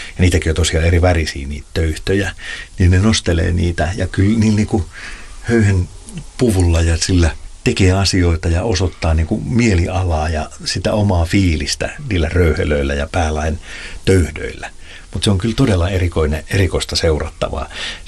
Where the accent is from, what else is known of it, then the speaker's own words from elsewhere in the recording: Pori, Satakunta, Finland; moved away; Mä muistan 80-luvulla, niin kun mä oon Porista kotoa